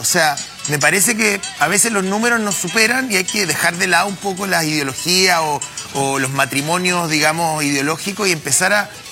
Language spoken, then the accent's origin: Spanish; Chile; las pocas cosas que nos unen como chilenos